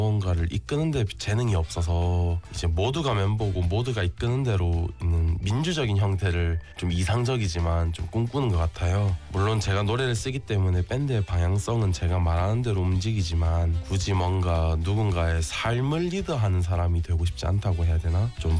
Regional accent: Busan, South Korea; born there; 제가 태어난 곳이 부산이고 제가 생활하는 곳이 부산이라서 있는 건데

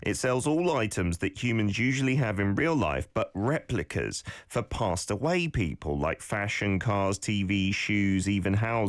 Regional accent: United Kingdom; now in South Korea; in Korea and in my home country of the UK

